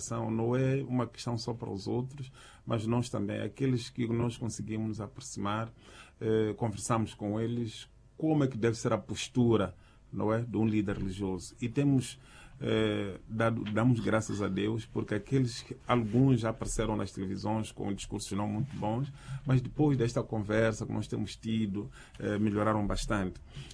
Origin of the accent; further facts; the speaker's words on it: Mozambique; Então, saímos lá encorajados que é possível nós, como moçambicanos, apesar das nossas diferenças, vivermos em paz.